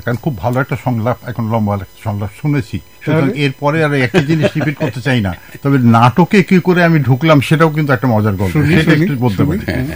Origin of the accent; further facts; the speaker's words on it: Kushtia, Khulna Division, Bangladesh; moved away; আমার যৌবন বা আমার কৈশোর কিন্তু কেটেছে কুষ্টিয়াতে